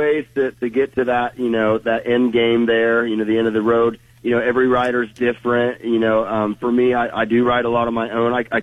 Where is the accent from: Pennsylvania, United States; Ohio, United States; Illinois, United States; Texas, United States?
Ohio, United States; Cambridge; moved away; I'm back in my hometown of Cambridge, Ohio.